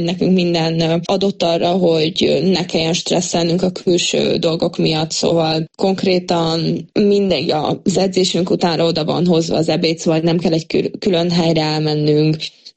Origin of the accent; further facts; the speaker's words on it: Szombathely, Vas, Hungary; moved away as an adult; now in Craiova, Romania; nekem Szombathely a szülővárosom, én ott mindent mindig tudtam